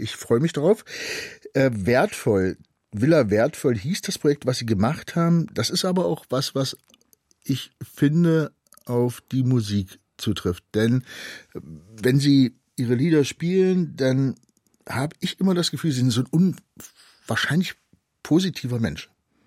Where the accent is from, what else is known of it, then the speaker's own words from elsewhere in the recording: Magdeburg, Saxony-Anhalt, Germany; Gute Entscheidung, sage ich da jetzt mal als Magdeburger.